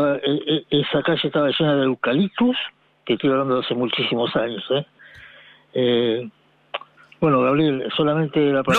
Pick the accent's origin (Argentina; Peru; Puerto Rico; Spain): Argentina; Banfield, Buenos Aires Province; born there; also born or lived in Balcarce; fui a un colegio en Banfield, número uno creo que era.